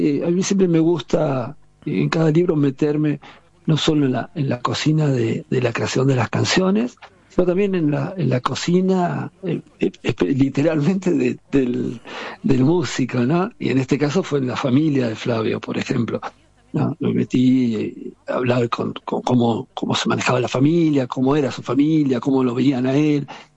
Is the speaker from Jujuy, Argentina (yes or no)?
no; La Plata, Buenos Aires Province, Argentina; me identificó también como platense.